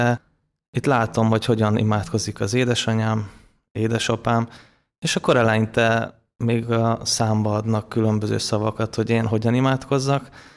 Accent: Budapest, Hungary; born there; Én Budapesten születtem, egy alapvetően teljesen keresztény családba első gyermekként.

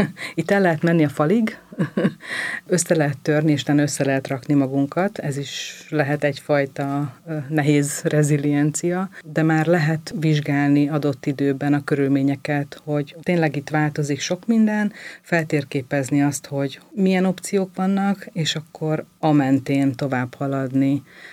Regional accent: Hungary; now in Budapest, Hungary; meg pláne, vidéki vagyok

